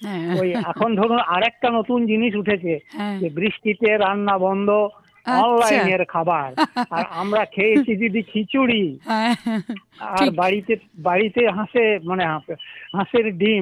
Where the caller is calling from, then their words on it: Dubrajpur, West Bengal, India; আমি বীরভূম জেলার দুবরাজপুর থেকে